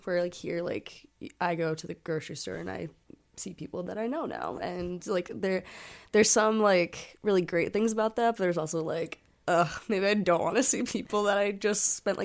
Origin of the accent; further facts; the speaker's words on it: North Dakota, United States; I grew up in North Dakota, so like all of my first like concerts I went to were country concerts because those are the people that come to like a rural red state.